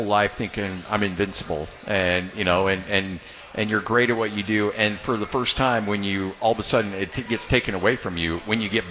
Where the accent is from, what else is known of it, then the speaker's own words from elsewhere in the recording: Idaho, United States; So I grew up in Idaho. You know, I went to school here at Utah State. So I'm familiar with the Utah culture.